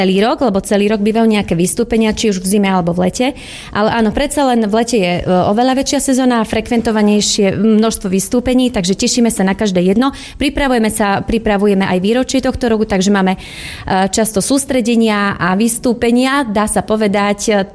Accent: Hrochoť, Banská Bystrica Region, Slovakia; doma na Hrochoti

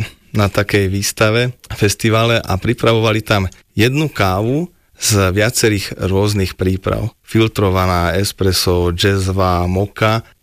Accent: Bzince pod Javorinou, Trenčín Region, Slovakia; Ja pochádzam od Nového Mesta nad Váhom, z takej spisovateľskej dedinky Bzince pod Javorinou.

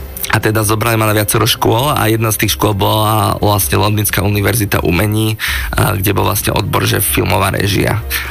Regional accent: Košice, Košice Region, Slovakia; Som z Košic.

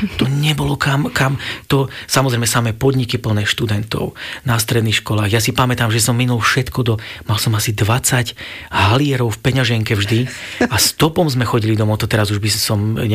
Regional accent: Orovnica, Banská Bystrica Region, Slovakia; Pochádzam z Horovnice pri Novej Bani, taká malá obec, stredné Slovensko, a tam je Slovenská brána, mnohí to poznajú, Hronský Beňadyk ľudia určite poznajú. A odtiaľ teda pochádzam, je to blízko do Banskej Štiavnice.

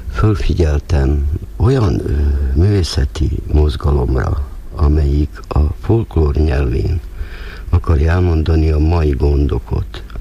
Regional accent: Hungary; now in Australia; Frau Lurz azt mondta, én csehszlovák vagyok. Ha mondtam, egy maradna tévedés, én magyar vagyok.

